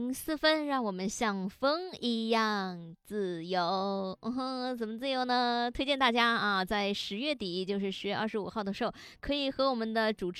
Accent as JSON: {"language": "Chinese", "region": "southern China", "country": "China", "said": "作为一个南方人来说啊"}